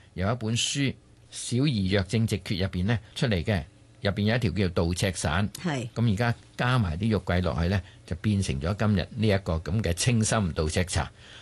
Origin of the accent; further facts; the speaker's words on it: Guangdong, China; 我哋廣東人